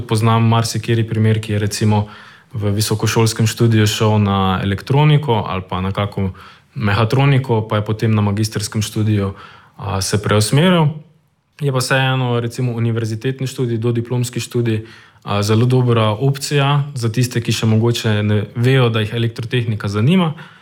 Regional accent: Radenci, Pomurska, Slovenia; moved away as an adult; also born or lived in Maribor; now in Ljubljana, Slovenia; Jaz sem sicer iz vzhodnih krajev Slovenije, sem iz Radencev, tako da v srednjo šolo sem hodil v Maribor, v srednjo elektroračunalniško šolo Maribor.

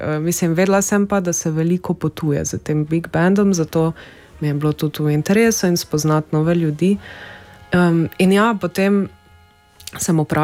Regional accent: Styria, Slovenia; Malo v osnovni šoli, potem v srednji šoli smo pa tudi mi imeli italijanščino kot drug tuj jezik.

